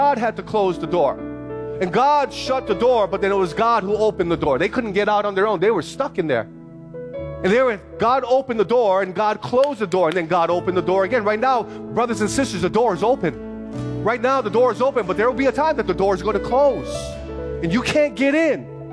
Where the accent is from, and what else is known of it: Philippines